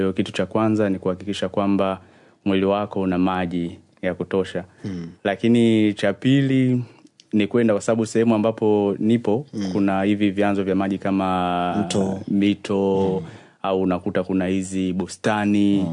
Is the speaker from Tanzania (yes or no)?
yes; Tanzania; moved away as an adult; now in France; Yo, mimi nimetokea Tanzania kwenda Ufaransa kwa ajili ya kufundisha lugha ya Kiingereza kwa watoto wadogo.